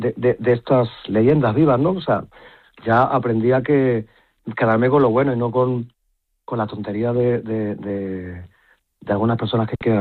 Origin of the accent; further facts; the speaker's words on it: Spain; en mi país hay algunas personas que se cachondean